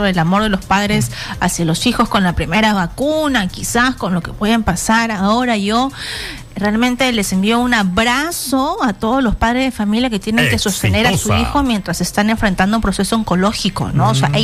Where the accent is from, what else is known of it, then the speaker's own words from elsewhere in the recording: Peru; tenemos que buscar la forma de apoyarnos como peruanos